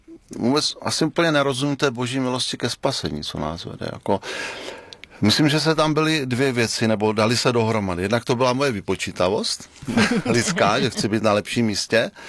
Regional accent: Brno, South Moravian Region, Czechia; Tak, já jsem z Brna a jsem pastorem Církve Slovo života.

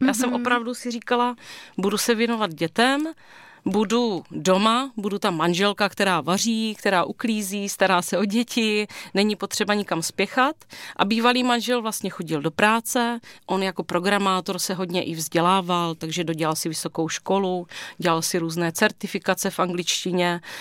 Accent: Brno, South Moravian Region, Czechia; Tak já jsem z Brna, bydlím celý život v Brně

